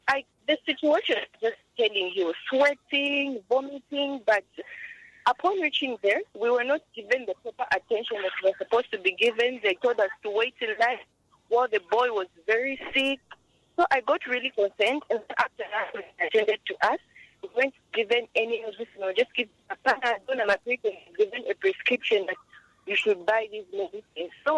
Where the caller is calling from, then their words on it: Kafue, Lusaka Province, Zambia; I'm calling you from Kafue Mtendere, to be specific.